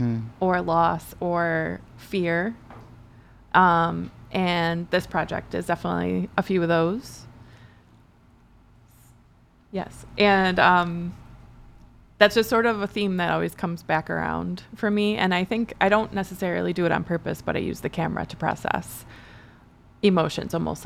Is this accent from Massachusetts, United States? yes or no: no; Buffalo, New York, United States; But I grew up in Buffalo, so it's extra cool for me to see stuff like that.